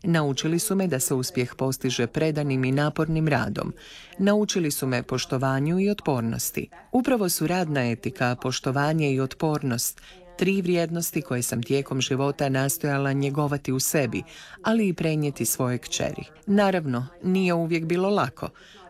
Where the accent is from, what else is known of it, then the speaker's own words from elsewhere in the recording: Canada; Ja sam odrasla u Kanadi, ali odgojili su me hrvatski roditelji.